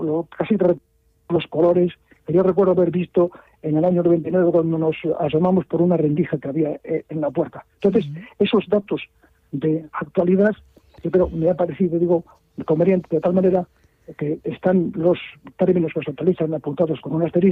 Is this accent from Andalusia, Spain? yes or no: no; Burgos, Castile and León, Spain; en Burgos, que es mi tierra